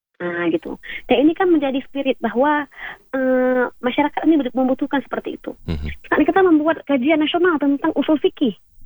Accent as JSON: {"language": "Indonesian", "region": "Aceh", "country": "Indonesia", "said": "Misalkan saya dari Aceh jadi ketua dua pusat."}